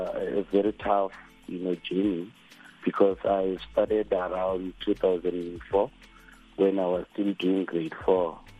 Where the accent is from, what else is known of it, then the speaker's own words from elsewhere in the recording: Venda, Limpopo, South Africa; But I come from a small village called Champawa, Kalam Kununde. So, I grew up there